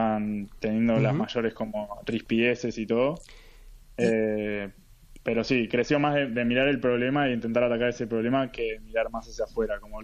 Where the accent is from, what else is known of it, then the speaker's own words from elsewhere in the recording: Buenos Aires, Argentina; Sí, somos de Buenos Aires.